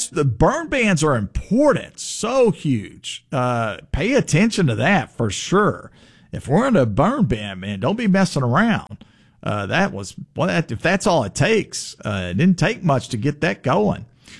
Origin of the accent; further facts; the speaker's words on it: Crossett, Arkansas, United States; I grew up in Crossett, and they're dealing with forest fires again.